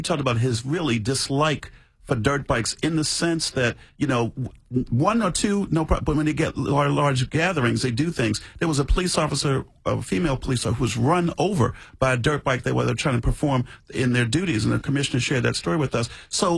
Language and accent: English; Baltimore, Maryland, United States; I grew up in Baltimore. It's never part of my culture.